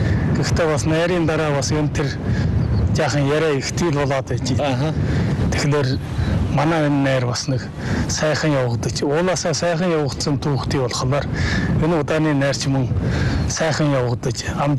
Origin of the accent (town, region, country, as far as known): Hulunbuir, Inner Mongolia, China